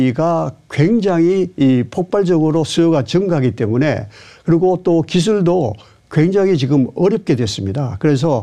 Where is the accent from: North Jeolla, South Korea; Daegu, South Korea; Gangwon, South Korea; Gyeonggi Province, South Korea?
Daegu, South Korea; 대구에서 고등학교까지 졸업하고 대학을 서울로 진학했습니다.